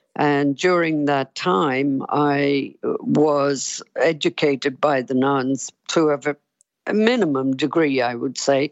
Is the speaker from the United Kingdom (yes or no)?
no; Cork, Munster, Ireland; I was born in 1949 in Bessborough, mother and baby institution, and I was with my mother there for 2.5 years.